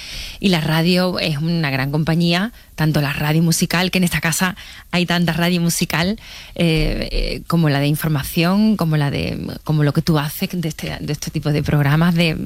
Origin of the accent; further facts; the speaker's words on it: Seville, Andalusia, Spain; fíjate que soy de Sevilla, que no tenemos mar, pero ahí está muy cerquita Cádiz